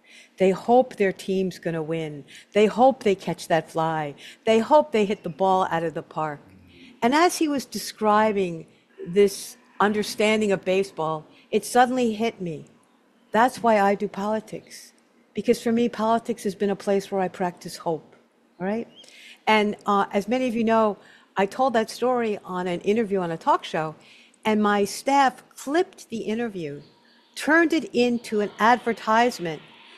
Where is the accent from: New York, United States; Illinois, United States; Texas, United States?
New York, United States; Brooklyn; born there; I mean, I was born in Bayridge, Brooklyn. Give me a break.